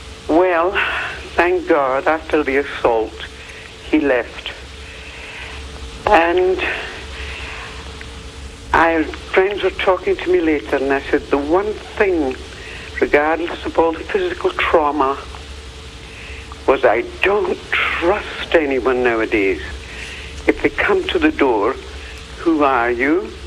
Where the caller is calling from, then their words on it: Tucson, Arizona, United States; Hello? I'm calling from Tucson.